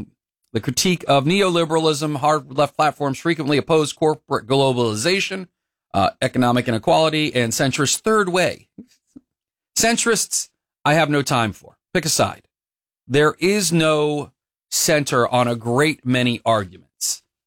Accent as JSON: {"language": "English", "country": "United States"}